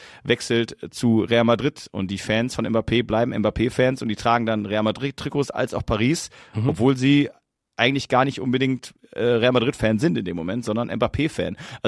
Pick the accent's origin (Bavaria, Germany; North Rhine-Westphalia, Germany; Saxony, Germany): North Rhine-Westphalia, Germany; also ich komme aus der Nähe von Duisburg